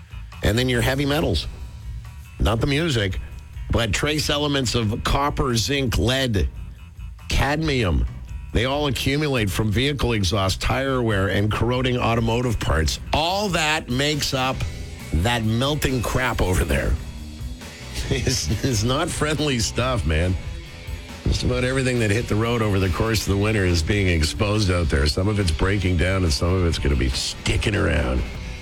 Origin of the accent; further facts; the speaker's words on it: Montreal, Quebec, Canada; of living in the city and growing up in Montreal, I always had that question in my head.